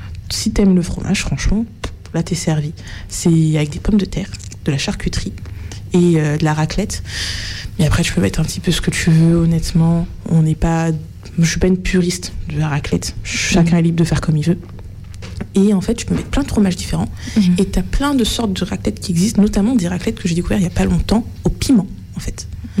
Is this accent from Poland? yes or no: no; Martinique; Je suis martiniquaise